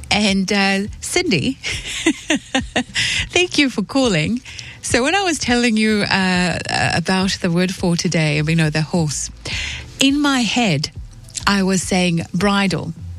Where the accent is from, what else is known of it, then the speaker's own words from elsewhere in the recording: Tonga; English is a second language; And the other thing is, you know, English is not my first language at the same time. But I try to do my best every time I'm on here.